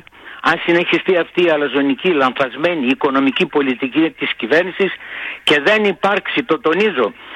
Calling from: Greece

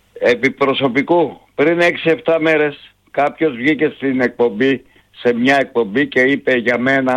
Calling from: Central Macedonia, Greece; είμαι Ελληνάρας. Είμαι από τον νομό Πέλης.

